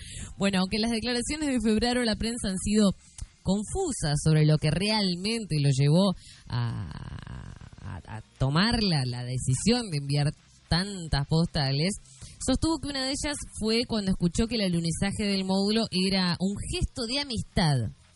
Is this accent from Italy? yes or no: no; Argentina; Somos los argentinos